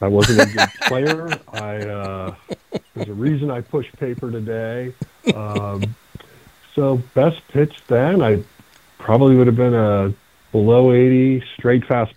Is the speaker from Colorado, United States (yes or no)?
yes; Boulder, Colorado, United States; moved away as an adult; I grew up fly fishing in Boulder, Colorado.